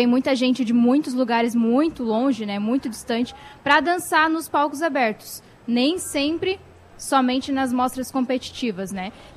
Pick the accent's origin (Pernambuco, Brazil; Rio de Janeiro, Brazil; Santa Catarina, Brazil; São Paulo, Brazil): Santa Catarina, Brazil; Joinville; eu sou joinvilense, né? Nasci aqui